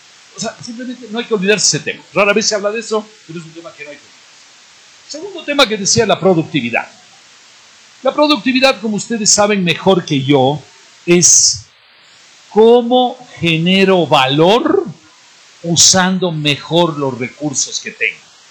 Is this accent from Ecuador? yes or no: yes; Ecuador